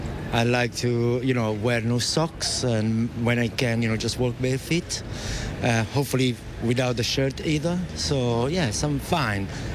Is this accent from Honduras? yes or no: no; Naples, Campania, Italy; now in London, United Kingdom; I'm originally from Italy. I'm used to this weather, even though in Naples it's getting warmer and warmer.